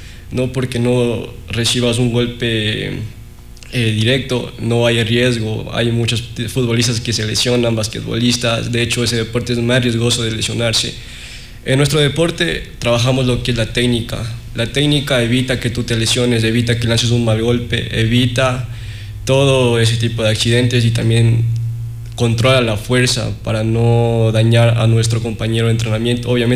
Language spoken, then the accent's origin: Spanish; Ecuador; A la final somos ecuatorianos